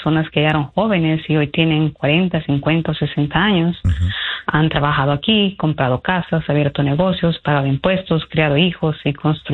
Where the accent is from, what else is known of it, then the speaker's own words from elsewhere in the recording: El Salvador; yo soy compatriota salvadoreña